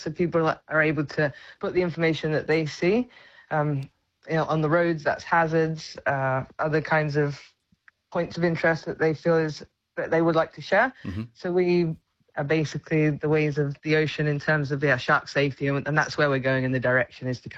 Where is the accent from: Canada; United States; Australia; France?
Australia; Western Australia; now in Byron Bay, Australia; I grew up in Western Australia, so I've seen quite a few larger size sharks there. Uh-huh. I'm also up in Byron Bay, which I've seen a few up here too.